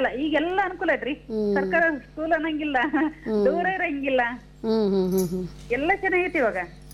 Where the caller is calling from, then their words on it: Rajur, Karnataka, India; ಕೊಪ್ಪ ಜಿಲ್ಲಾ ಕುಕ್ನೂರು ತಾಲೂಕು ರಾಜೂರಿಂದ